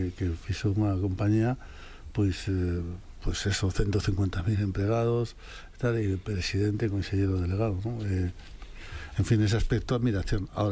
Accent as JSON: {"language": "Galician", "town": "Madrid", "region": "Community of Madrid", "country": "Spain", "said": "Eu son madrileño, son do Real Madrid, pero ao mesmo tempo que son moi pouco futboleiro."}